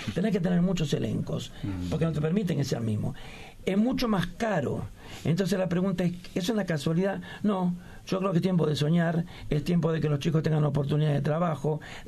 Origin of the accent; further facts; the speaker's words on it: Córdoba, Argentina; Soy un cordobés nato.